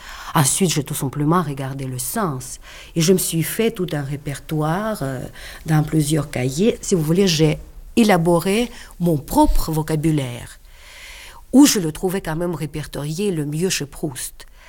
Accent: Russia; first language Russian; French is a second language; moved away as an adult; now in France; À 23 ans, c'était l'année où j'ai quitté la Russie. Toute ma vie, mes études, mes relations avec des gens se passaient exclusivement en russe.

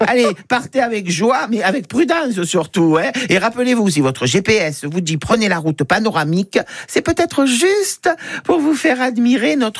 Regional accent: Marseille, Provence-Alpes-Côte d'Azur, France; Moi, je fais ce que font les vrais Marseillais.

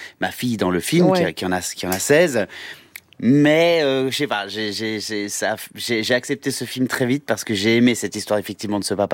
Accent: Réunion, France; puisque moi aussi je suis réunionnais

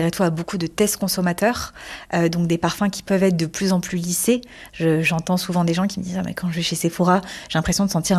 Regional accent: Paris, Île-de-France, France; born or raised there

